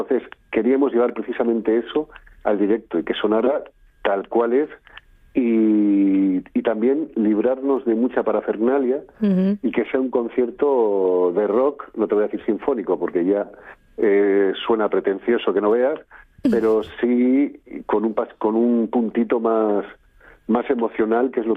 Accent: Canary Islands, Spain; now in Basque Country, Spain; soy un canario, llevo muchos años viviendo en Euskadi, pero soy canario, ¿no?

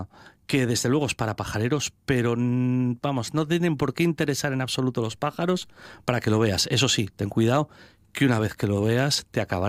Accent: Oviedo, Asturias, Spain; born there; also born or lived in Caces, Asturias; en mi barrio de Vallovín, ¿no? En mi barrio Natal antes de marchar a otro lugar que también visitamos en la serie, donde también me crio a partir de los 11 años, que es Caces, a la ribera del Nalón.

